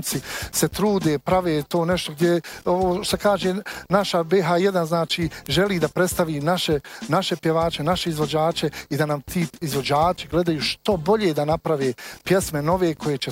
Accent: Bosnia & Herzegovina; da mi kao Bosanci i Hercegovci imamo naše pjesme i da ne pjevaju se više kaveri

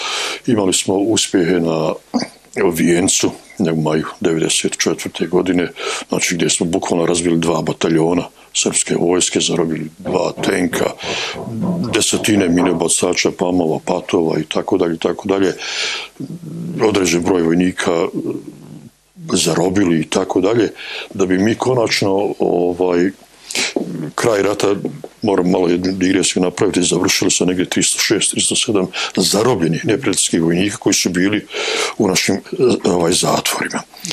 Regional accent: Mostar, Federation of Bosnia and Herzegovina, Bosnia & Herzegovina; jer dolazim iz Mostara, iz sredine gdje sam učestvovao aktivno u tim borbama

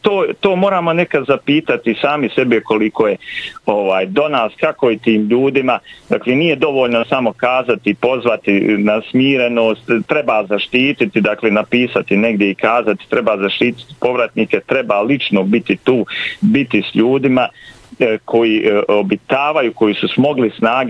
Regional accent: Višegrad, Republika Srpska, Bosnia & Herzegovina; Ja sam konkretno iz Višegrada, ja danas idem u Višegrad

